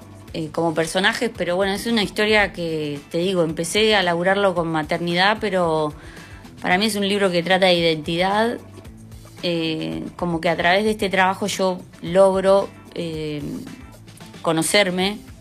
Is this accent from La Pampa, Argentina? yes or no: yes; La Pampa, Argentina; born there; Juani de Pian, que es mi primer amigo, junto a otras personas de mi infancia, mi primer amigo en La Pampa.